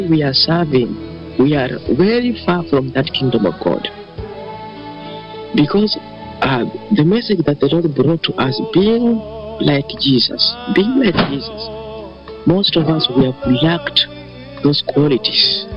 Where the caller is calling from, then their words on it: Qatar; This has been … I am calling live from Qatar.